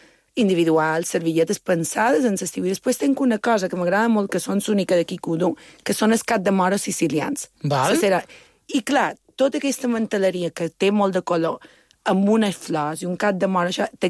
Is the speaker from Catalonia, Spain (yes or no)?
no; Balearic Islands, Spain; jo som molt mallorquina. Uh-huh. Som com molt de Mallorca.